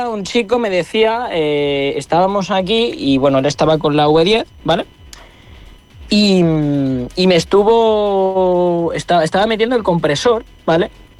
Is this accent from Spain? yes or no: yes; Talavera, Spain; moved away; estuve de vacaciones allí en Talavera, de donde soy yo